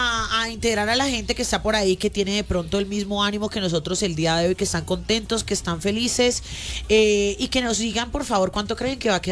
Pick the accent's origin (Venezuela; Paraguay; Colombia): Colombia; los colombianos nos sentimos orgullosos precisamente de ser colombianos.